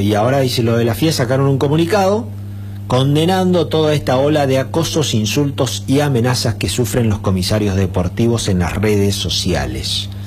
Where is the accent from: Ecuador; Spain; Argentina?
Argentina; los fanáticos de Colapinto, que somos nosotros los argentinos